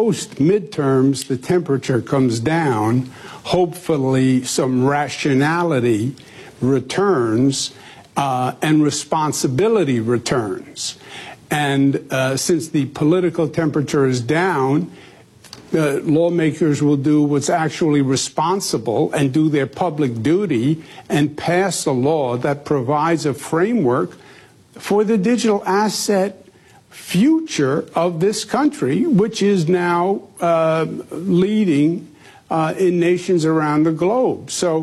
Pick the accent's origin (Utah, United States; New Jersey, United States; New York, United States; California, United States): New York, United States; I'm a New Yorker, if you can't tell. New York, finance capital of the world.